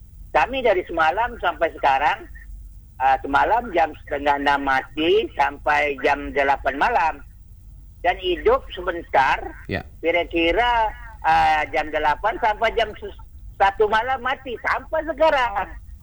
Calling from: Tanjung Pinang, Riau Islands, Indonesia

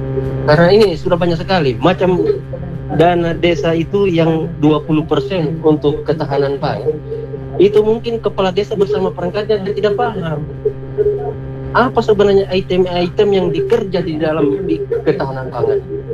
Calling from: Kawatuna, Central Sulawesi, Indonesia; Iya, saya dari Kawatuna.

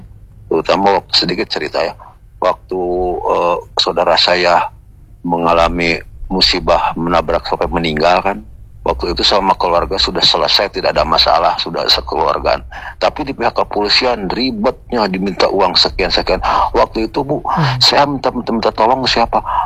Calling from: Bandung, West Java, Indonesia; Saya dari Jawa Barat nih ya. Begini dari Bandung Timur.

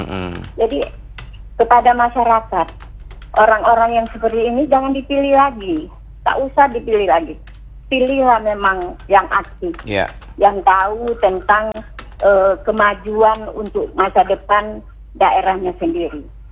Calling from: Tanjung Pinang, Riau Islands, Indonesia

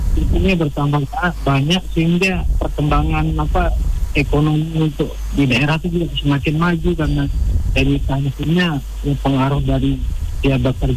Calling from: Mataram, West Nusa Tenggara, Indonesia

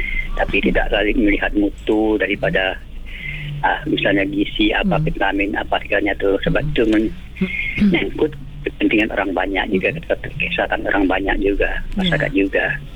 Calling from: Bonti, Sanggau, West Kalimantan, Indonesia

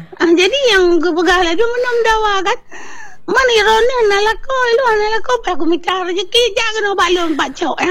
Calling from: Aceh, Indonesia; kita orang Aceh ya.

